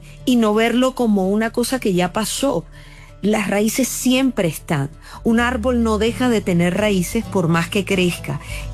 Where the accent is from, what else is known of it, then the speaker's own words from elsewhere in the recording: Barranquilla, Atlántico, Colombia; born there; en mi tierra, en Barranquilla